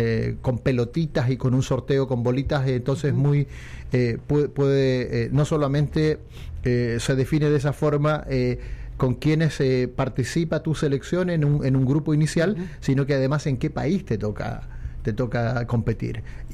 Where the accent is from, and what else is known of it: Chile